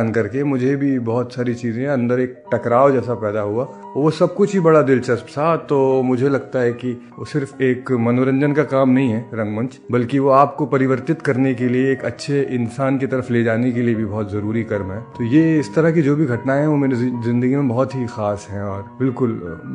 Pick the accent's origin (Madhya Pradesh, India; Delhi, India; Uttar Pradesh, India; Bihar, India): Madhya Pradesh, India; Bhopal; मैं मध्य प्रदेश में भोपाल जिले का रहने वाला हूँ। मेरी पैदाइश और परवरिश भोपाल की ही है।